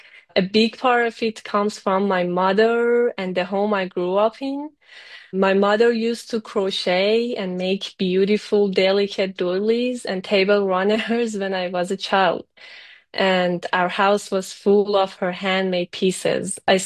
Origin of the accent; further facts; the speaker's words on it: Tehran, Tehran Province, Iran; moved away as an adult; now in Massachusetts, United States; I was born and raised in Tehran, Iran.